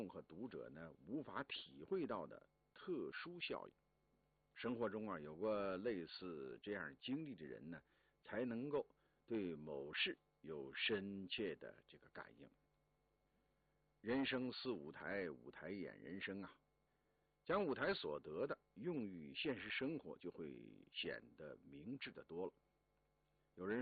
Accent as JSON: {"language": "Chinese", "country": "China", "said": "作为一个中国人呢，很需要学习一些传统的民族文艺"}